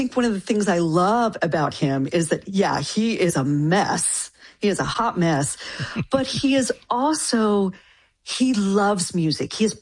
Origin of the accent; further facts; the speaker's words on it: Denton, Texas, United States; I will say it's a somewhat fictionalized account of my hometown, which is Denton, Texas. But when I lived there, you know, it was very small. There was only one high school